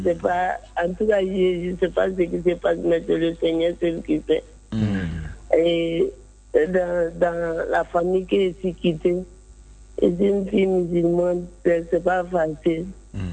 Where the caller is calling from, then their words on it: Bouaké, Vallée du Bandama, Côte d’Ivoire; J'appelle de Boaké.